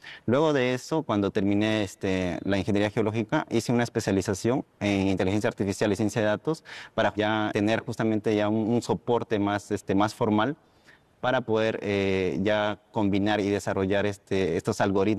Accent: Peru; me di cuenta de que la minería es un sector bastante importante aquí en el Perú

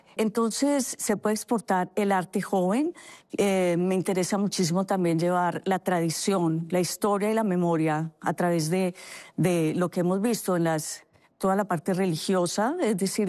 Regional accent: Colombia

